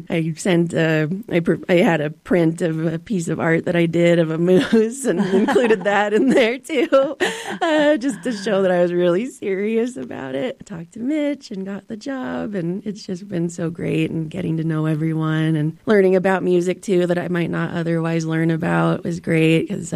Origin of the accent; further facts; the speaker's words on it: Salt Lake City, Utah, United States; now in Park City, United States; My family is originally from Shiprock, New Mexico. But I grew up in Utah, in Salt Lake, and then moved to Park City 3 years ago.